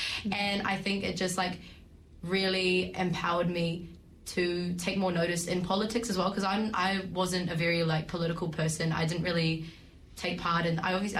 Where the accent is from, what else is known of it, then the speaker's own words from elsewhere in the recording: Wellington, New Zealand; I'm like, you're not going to know it. I'm from Wellington, but it was like, so important.